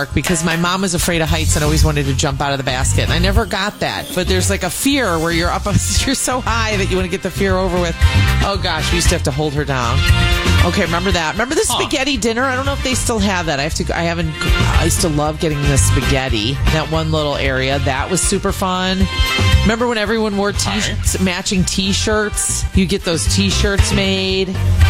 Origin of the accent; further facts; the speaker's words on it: Chicago, Illinois, United States; I'm from Chicagoland, so are you. So we grew up going there.